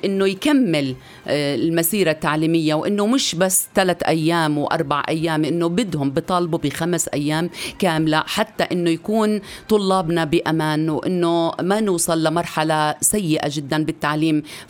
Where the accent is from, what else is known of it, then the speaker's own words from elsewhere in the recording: Battir, Bethlehem Governorate, Palestine; طبعا قريتنا بتير